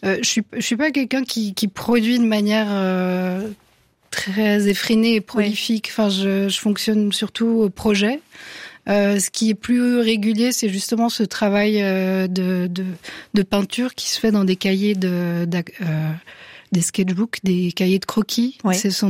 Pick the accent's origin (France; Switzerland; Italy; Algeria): Switzerland; Donc moi j'étais l'année des Suisses.